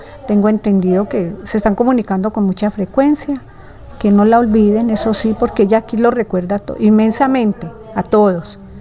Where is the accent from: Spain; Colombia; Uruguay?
Colombia; Santa Rosa; Nosotros también somos de acá, de Santa Rosa, todos los hijos somos de Santa Rosa